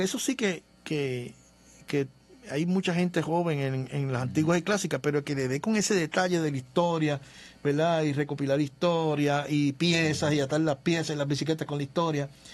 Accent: Puerto Rico

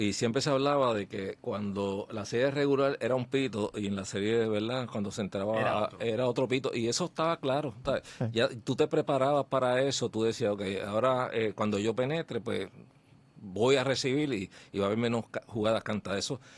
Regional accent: Puerto Rico; Nosotros que nos criamos allá en Llorén

